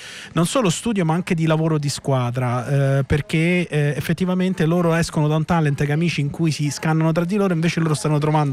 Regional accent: Rome, Lazio, Italy; io gliel'hanno detto chiaramente napoletano, io sono romano quindi non lo riesco a fare bene

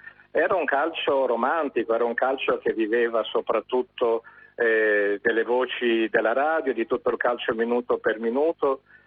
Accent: Brazil; moved away; da bambino in Brasile tifavo per il Palmeiras

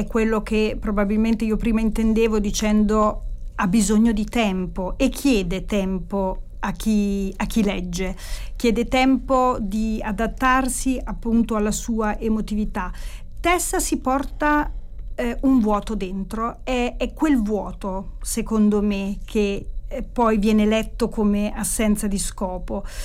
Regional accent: Fano, Marche, Italy; moved away as an adult; now in Bologna, Italy; da una parte Fano, la mia infanzia e la mia adolescenza, e poi il passaggio all'età adulta nella città di Bologna.

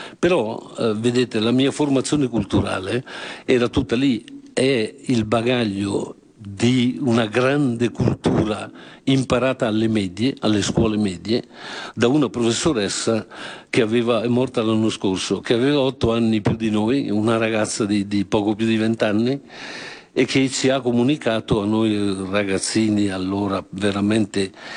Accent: Trescore Balneario, Lombardy, Italy; Trescore Balneario, che è il mio paese nativo.

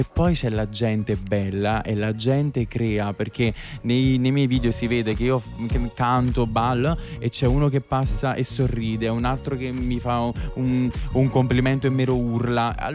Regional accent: Marcianise, Campania, Italy; anche perché io in realtà sono di Marcianise, provincia di Caserta

